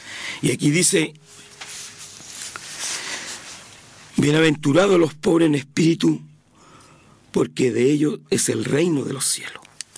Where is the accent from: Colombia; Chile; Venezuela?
Chile; aunque somos chilenos, ¿cierto? Somos chilenos, nacimos en esta tierra, somos chilenos